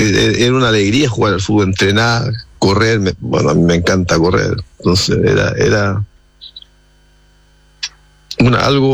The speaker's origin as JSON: {"language": "Spanish", "town": "Santiago", "region": "Santiago Metropolitan Region", "country": "Chile", "tie": "born or raised there", "said": "cuando chico estaba en el Santa Laura, se jugaba los martes del ascenso y yo vivía cerca del estadio de Santa Laura y en Nueva de Mate hacia abajo, el Mirador Viejo."}